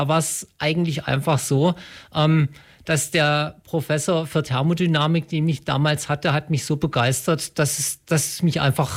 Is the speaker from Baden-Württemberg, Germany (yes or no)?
yes; Bad Mergentheim, Baden-Württemberg, Germany; moved away as an adult; also born or lived in Karlsruhe; Ja, also ich komme ursprünglich aus Bad Mergentheim, ganz im Nordosten unseres Ländles, habe da Abi gemacht, bin von dort nach Karlsruhe zum Studieren